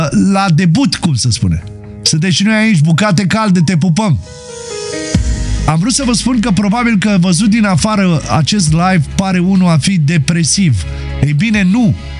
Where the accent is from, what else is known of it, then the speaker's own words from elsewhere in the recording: Romania; Eu sunt român și sunt mândru de asta.